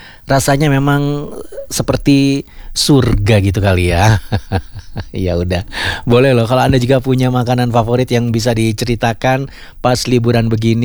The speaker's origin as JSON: {"language": "Indonesian", "region": "East Java", "country": "Indonesia", "tie": "born or raised there", "said": "dulu zaman saya waktu kecil di Jawa Timur."}